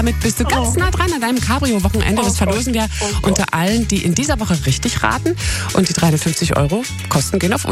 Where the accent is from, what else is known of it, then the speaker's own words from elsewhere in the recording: Brandenburg, Germany; Und das finde ich als Brandenburgerin richtig toll.